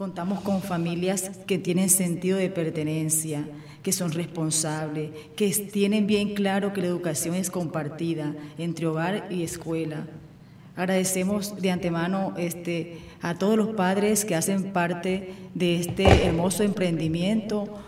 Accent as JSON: {"language": "Spanish", "town": "San Juan del Cesar", "region": "La Guajira", "country": "Colombia", "said": "A mi pueblo sanjuanero"}